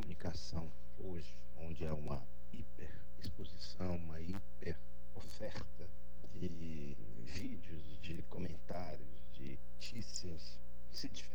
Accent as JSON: {"language": "Portuguese", "region": "Ceará", "country": "Brazil", "said": "O diálogo é necessário, como se fosse um papo entre amigos, sem esquecer que somos cearenses."}